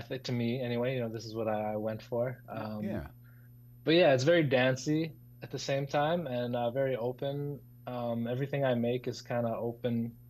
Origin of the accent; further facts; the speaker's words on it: Inuvik, Northwest Territories, Canada; I'm from Inuvik, Northwest Territories. I'm Inuvialuit. Most people know us as Inuit or Eskimo if you're kind of old school, but... So I'm from the Arctic. I was born and raised here.